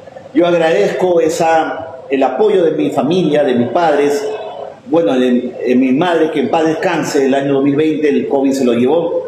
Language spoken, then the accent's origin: Spanish; Pichanaki, Junín, Peru; moved away as an adult; regresar a mi pueblo, acá, bueno, he estado en Pucallpa también un tiempo